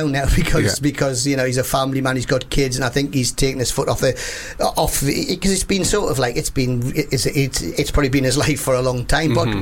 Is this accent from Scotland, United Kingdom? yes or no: no; Newcastle upon Tyne, North East England, United Kingdom; I'm Geordie.